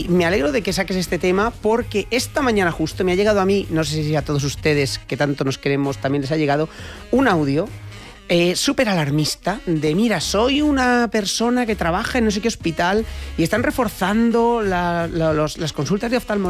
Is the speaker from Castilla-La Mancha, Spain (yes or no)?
yes; El Pedernoso, Castilla-La Mancha, Spain; now in Community of Madrid, Spain; En Cuenca del Pedernoso, que es mi pueblo